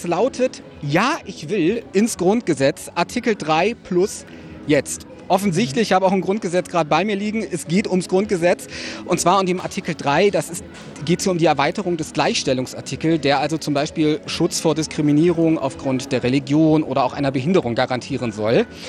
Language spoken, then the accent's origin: German; Rhineland, Germany; Für mich als Rheinländer